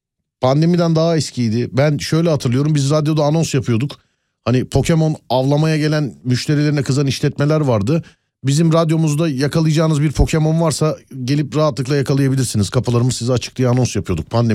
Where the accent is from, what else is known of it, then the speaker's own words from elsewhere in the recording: Istanbul, Turkey; 42 yıllık İstanbulluyum. Nişantaşı, Bomonti, Cihangir'e hiç gitmedim.